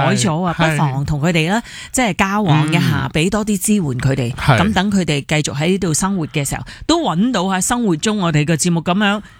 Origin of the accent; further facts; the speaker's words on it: Hong Kong; 因为我哋土生土长，我哋好熟噶嘛